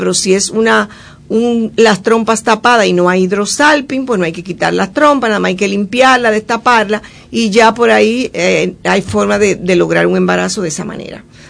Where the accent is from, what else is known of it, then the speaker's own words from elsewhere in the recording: Dominican Republic; moved away; also born or lived in Spain; esos somos los dominicanos, por eso somos dominicanos, por ser tan joviales